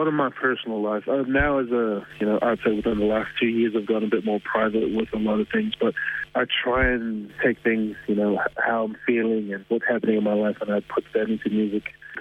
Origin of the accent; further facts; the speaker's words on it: New Zealand; It's a kind of a funny little thing about growing up in New Zealand as a Samoan and having an identity crisis.